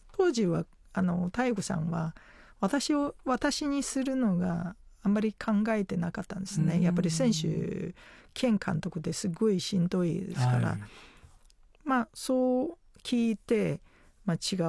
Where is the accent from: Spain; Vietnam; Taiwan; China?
China; Japanese is a second language; now in Japan; 自分自身がやっぱり家族、元私も中国出身ですから